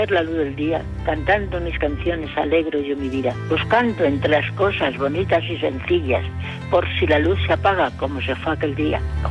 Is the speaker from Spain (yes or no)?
yes; Valladolid, Castile and León, Spain; soy de Valladolid.